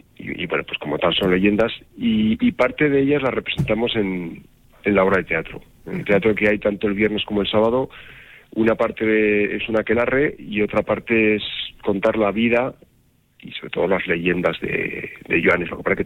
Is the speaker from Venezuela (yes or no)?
no; Bargota, Navarre, Spain; A mí siempre me han hablado cuando le decías, ¿de dónde eres? De Bargota. Hombre, el pueblo del Brujo.